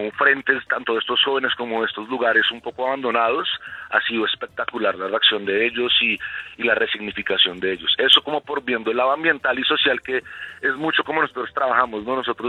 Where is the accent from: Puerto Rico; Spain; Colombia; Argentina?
Colombia; Bogotá; para que en verdad podamos en verdad identificarnos como bogotanos, colombianos